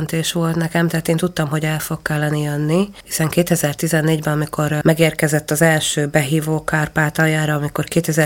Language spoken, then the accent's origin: Hungarian; Berehove, Zakarpattia Oblast, Ukraine; first language Hungarian; moved away as an adult; now in Hungary; megszenvedtem én a szülőhazámat. Én azt gondolom, hogy én megéltem, és megélem a mai napig azt, hogy én kárpátaljai vagyok, és talán az ember 37 évig él valahol, nem leszek soha máshonnai, mindig Beregszászi leszek.